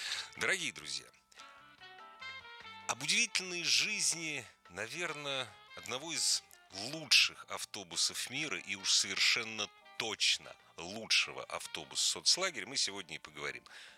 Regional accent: Moscow, Russia; как и все москвичи по заветам Фазилии Искандера слушаю прогнозы погоды

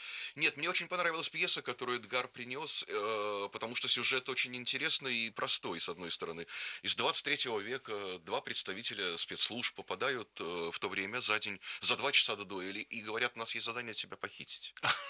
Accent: Saint Petersburg, Russia; это как коренного ленинградца

